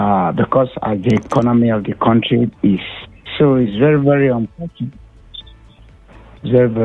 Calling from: Lagos, Nigeria; I'm calling from Lekki.

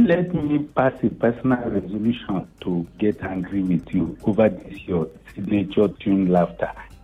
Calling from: Ikeja, Lagos, Nigeria; I'm calling from Ikeja.

